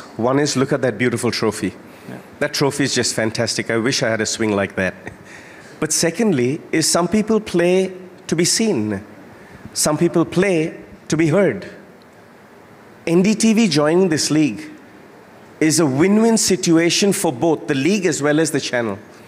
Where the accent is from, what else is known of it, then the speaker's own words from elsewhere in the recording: Kolkata, West Bengal, India; I was born and brought up in Calcutta, supporting the Calcutta team.